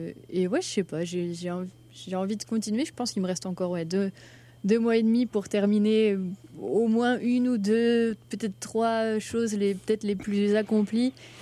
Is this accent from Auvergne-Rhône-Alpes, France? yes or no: no; Brittany, France; moved away as an adult; also born or lived in Limoges / Rennes; now in Montreal, Canada; je suis bretonne. Mais c'est ça, j'ai grandi en Bretagne, et puis à un moment, je suis partie à Limoges, comme dans le milieu ouest de la France.